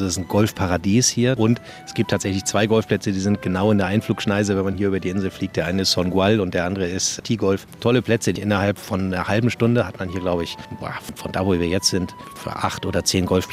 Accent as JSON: {"language": "German", "town": "Flensburg", "region": "Schleswig-Holstein", "country": "Germany", "moved": "yes", "lives_now": "Mallorca, Spain", "said": "Ja, das ist Norddeutsch. Ja, ich komme ursprünglich aus dem Norden, aus Flensburg."}